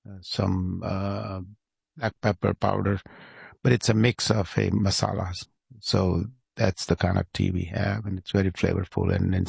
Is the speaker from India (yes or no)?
yes; India; moved away as an adult; I loved my growing up time in India.